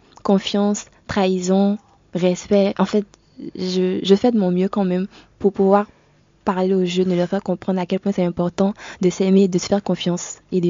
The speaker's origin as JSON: {"language": "French", "country": "Benin", "said": "j'ai 23 ans, je suis béninoise"}